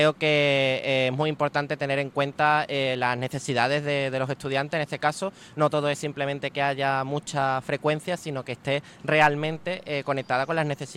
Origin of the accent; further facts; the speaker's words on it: El Puerto de Santa María, Andalusia, Spain; Totalmente, yo soy del puerto de Santa María